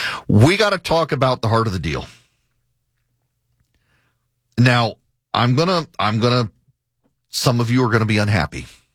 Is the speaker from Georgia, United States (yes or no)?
yes; Georgia, United States; If you are in my home state of Georgia and you need to know who to vote for in the Republican primary